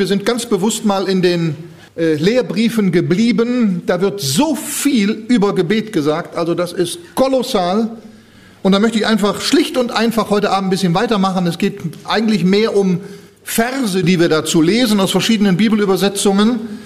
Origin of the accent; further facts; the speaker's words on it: Cologne, North Rhine-Westphalia, Germany; Anlass war die über Pfingsten in Köln, meine Heimat, stattfindende Tagung